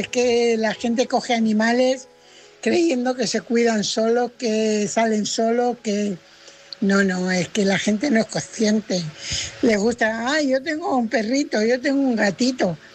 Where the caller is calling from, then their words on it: Fuenlabrada, Community of Madrid, Spain; corresponsal de Fuenlabrada.